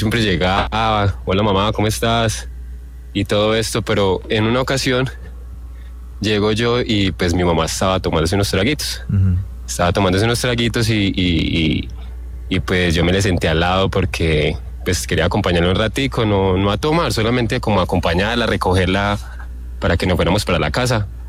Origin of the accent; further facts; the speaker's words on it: Calarcá, Quindío, Colombia; now in Paipa, Colombia; Estoy desde Paipa, hermano. Pero entonces yo soy de Calarcá, Quindío, yo soy quindiano.